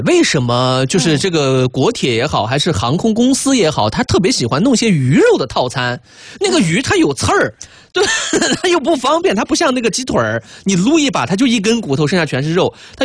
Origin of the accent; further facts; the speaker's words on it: Sichuan, China; 我们四川人